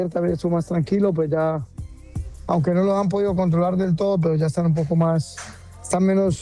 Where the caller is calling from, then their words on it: Madrid, Community of Madrid, Spain; Un saludo aquí de Madrid